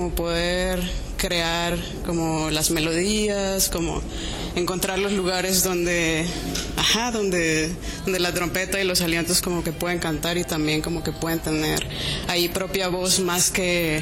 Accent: Xalapa, Veracruz, Mexico; yo soy de Veracruz, soy de Jalapa

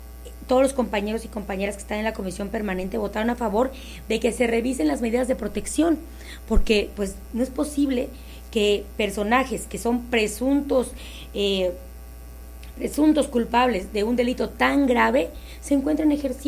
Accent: Guerrero, Mexico; Sí, eso es que somos diputados por Guerrero al final, somos locales de Guerrero.

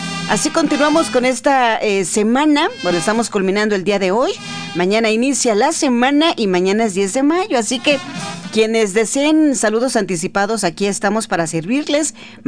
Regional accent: Guerrero, Mexico; la música de nuestro estado de Guerrero.

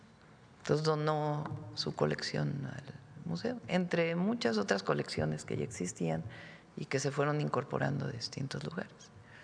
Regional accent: Mexico City, Mexico; llegábamos a ir a Acapulco como familia chilanga de vacaciones

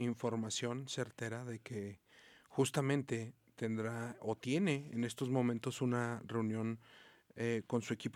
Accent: Zacatecas, Mexico; para los que somos de Zacatecas

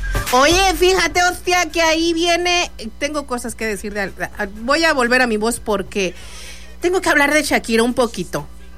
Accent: Mexico

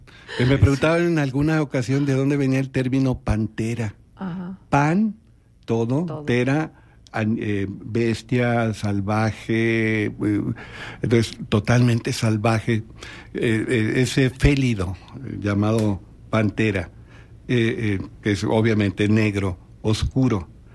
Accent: Mexico; la pronunciación que nosotros usamos como mexicanos

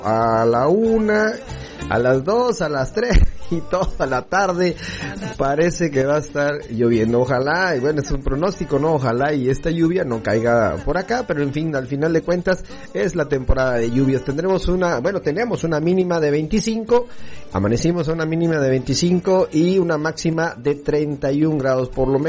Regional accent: Mexico; nos identifica como mexicanos y la música ranchera pues nos hace sentir muy mexicanos.

